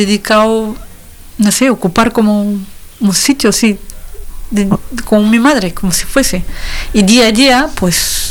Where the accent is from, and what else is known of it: Bulgaria; moved away as an adult; now in Quintana del Puente, Spain